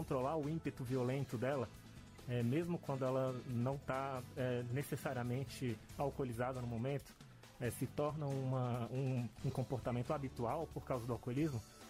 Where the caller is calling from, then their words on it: Brasília, Federal District, Brazil; eu falo de Brasília.